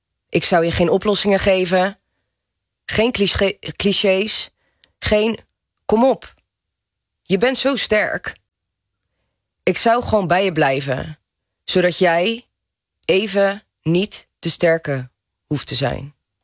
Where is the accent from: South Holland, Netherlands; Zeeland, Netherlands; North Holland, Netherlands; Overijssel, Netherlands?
Zeeland, Netherlands; Goes; born or raised there; also born or lived in Borssele